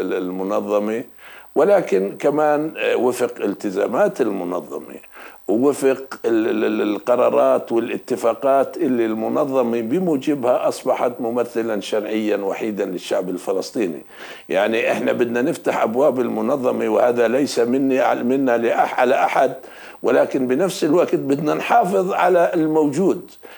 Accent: West Bank, Palestine; أنا كفلسطيني وكفتحاوي وكابن لهذا الشعب ولهاي القضية

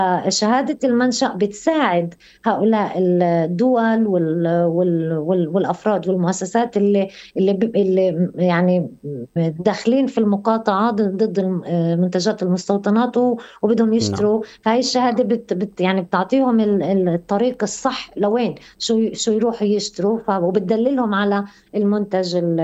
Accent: Palestine; كفلسطينيين

